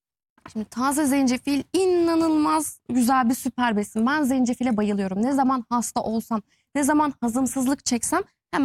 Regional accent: Kütahya, Turkey; Bu arada ben Kütahyalıyım.

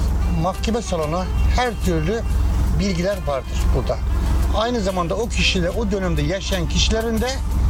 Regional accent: Köyceğiz, Muğla, Turkey; Ben doğumum buralıyım ve de çok şanslıyım.

